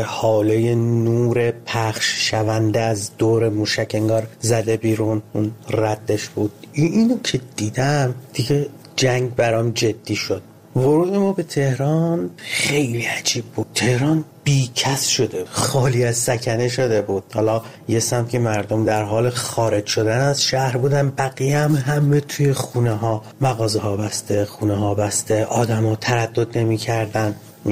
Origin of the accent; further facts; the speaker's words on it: Ahvaz, Khuzestan, Iran; من کودکیم رو توی جنگ گذروندم، اهواز، و در تمام طول 8 سال جنگ من با این سیر افزایشی بمباران ها بزرگ می شدم.